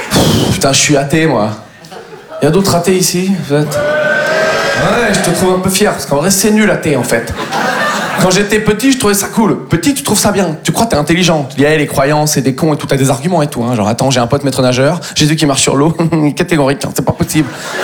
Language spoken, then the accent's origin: French; Nouvelle-Aquitaine, France